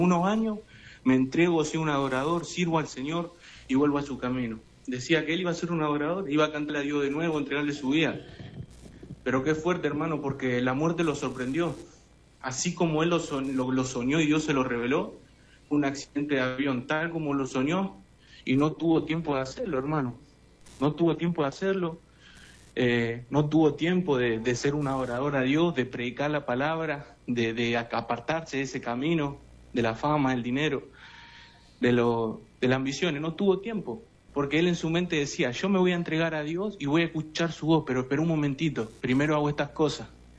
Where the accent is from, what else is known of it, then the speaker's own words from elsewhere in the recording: Argentina; now in Europe; aunque nosotros somos argentinos, bueno, yo estoy en Europa, pero aunque nosotros somos latinos en varios países